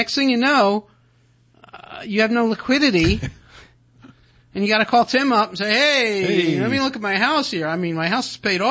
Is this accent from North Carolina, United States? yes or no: no; Baltimore, Maryland, United States; moved away; I grew up in Baltimore